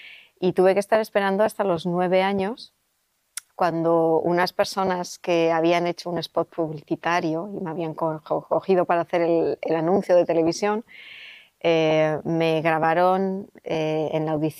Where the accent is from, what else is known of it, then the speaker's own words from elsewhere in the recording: Zumaia, Basque Country, Spain; yo soy de Zumaya, un pueblo que hoy en día tiene 10.000 habitantes y en la época ni eso.